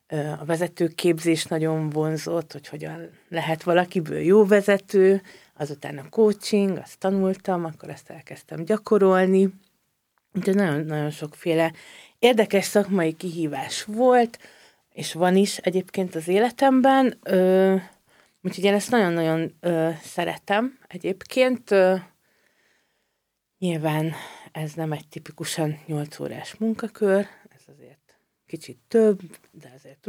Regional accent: Hungary; moved away as an adult; also born or lived in Eger; now in Budapest, Hungary; Vidéki vagyok, a Báccalókról származom. Nagyszüleim, nagyon érdekes egyébként, vadász családból származom.

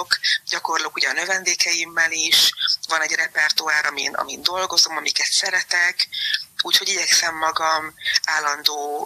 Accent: Bátaszék, Tolna, Hungary; cukrászdát Bátaszéken, a templomnál, a templom téren. Én illatokban, jó ízekben, fagyiban, sütiben nőttem fel

